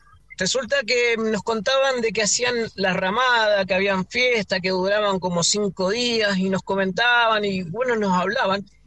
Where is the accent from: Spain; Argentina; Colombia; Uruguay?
Argentina; Mendoza; moved away as an adult; now in Chile; Yo soy mendocino. Mendocino, papá argentino, mamá argentina, toda mi familia es argentina. Hoy en día está mi hermana, que me acompaña acá en Chile, ¿no es cierto?, que vino hace un par de años también, pero toda mi familia está allá